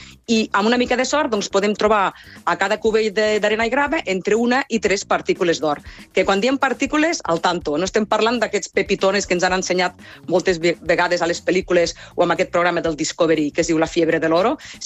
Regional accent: Catalonia, Spain; Bé, som el Far West català, no? Som de Ponent i, per tant, som el Far West de Catalunya.

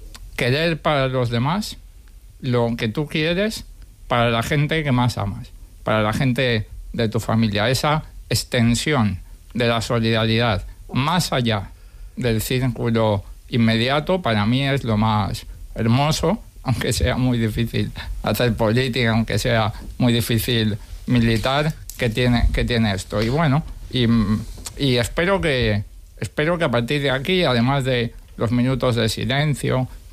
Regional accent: Spain; A mí, que esto pase en mi país, que esto pase en la cuarta economía de la zona euro, me parece cruel

